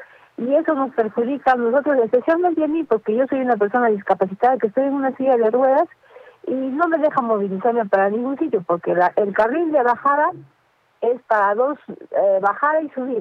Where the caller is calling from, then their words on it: Arequipa, Peru; Soy una poblada de Miegrao